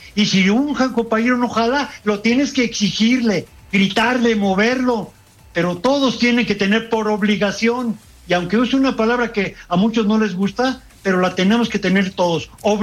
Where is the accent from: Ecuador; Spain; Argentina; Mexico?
Mexico; soy mexicano, porque soy ser humano